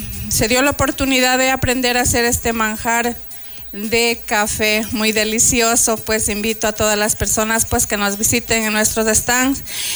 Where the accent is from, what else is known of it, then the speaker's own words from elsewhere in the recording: San Miguel de los Bancos, Pichincha, Ecuador; Pues bueno, yo vengo de San Miguel de los Bancos, una mujer de campo, una mujer emprendedora